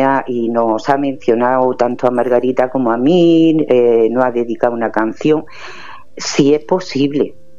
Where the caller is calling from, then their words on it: Andalusia, Spain; yo te llamo de Granada del Norte.